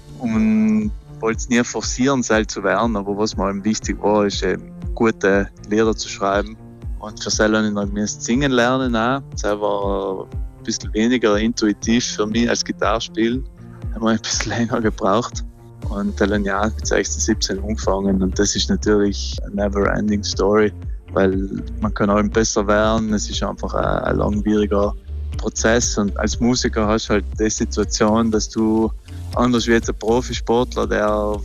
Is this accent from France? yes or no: no; Merano, Trentino-Alto Adige, Italy; moved away as an adult; now in Vienna, Austria; Ich bin aus Meran, aber ich bin schon seit 10 Jahren eigentlich unterwegs im Ausland. Hauptsächlich lebe in Wien. Bin jetzt öfters in Südtirol wieder